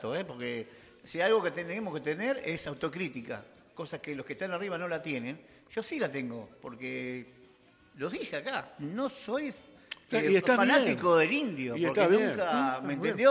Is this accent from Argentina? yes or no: yes; Argentina; lo digo por todo, cómo somos los argentinos